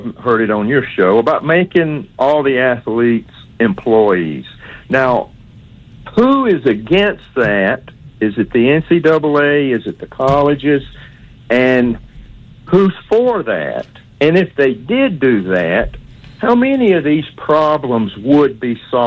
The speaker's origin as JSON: {"language": "English", "town": "Hackleburg", "region": "Alabama", "country": "United States", "moved": "as an adult", "lives_now": "Huntsville, United States", "said": "I'm originally from Hackleburg, and I know you got kin folks there. I went off, joined the Army, had a career, come back, and settled down in Huntsville"}